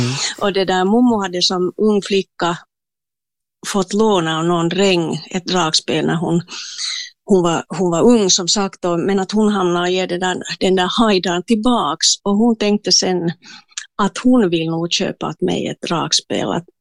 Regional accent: Espoo, Uusimaa, Finland; Nu ja, det var ju så att det där, jag är ju hemma från Esbo Kilo.

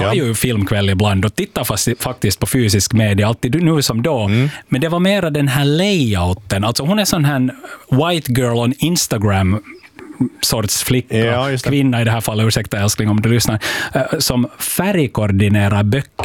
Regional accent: Finland; Men det som vi finländare är bra på är ju att hamstra.

